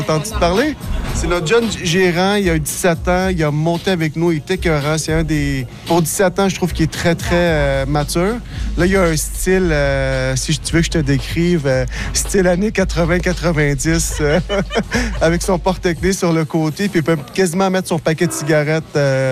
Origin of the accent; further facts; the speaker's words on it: Montreal, Quebec, Canada; French is a second language; also born or lived in Lebanon; Dans Verdun, j'ai grandi dans Verdun.